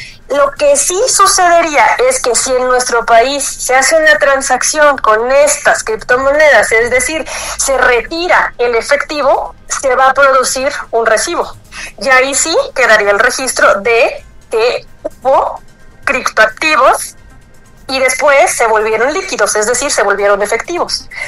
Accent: Mexico; nuestro país México

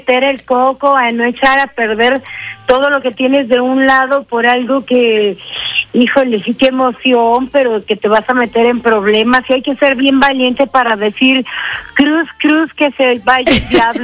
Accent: Querétaro, Mexico; now in Mexico City, Mexico; yo soy queretana, entonces tuve que dejar mi tierra para irme a la Ciudad de México y venirme porque yo ya vivo en la Ciudad de México desde aquel entonces, desde los 80s.

